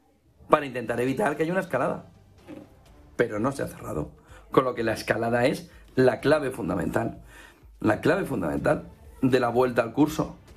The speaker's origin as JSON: {"language": "Spanish", "town": "Alicante", "region": "Valencian Community", "country": "Spain", "tie": "born or raised there", "said": "Todo en Alicante, en mi tierra, es pan de todos los días, de todos los veranos."}